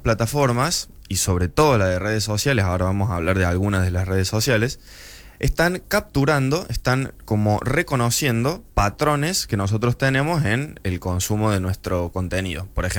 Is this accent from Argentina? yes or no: yes; Córdoba, Argentina; now in Capilla del Monte, Argentina; Yo soy de Córdoba capital.